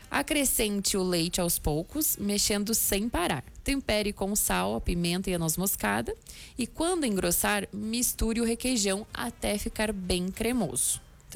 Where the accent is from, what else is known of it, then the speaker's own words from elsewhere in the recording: Rio Grande do Sul, Brazil; born there; moved away; also born or lived in Santa Catarina; lá no Noroeste Gaúcho, onde eu nasci, também a gente falava carne moída, né? Então, aqui que é guisado.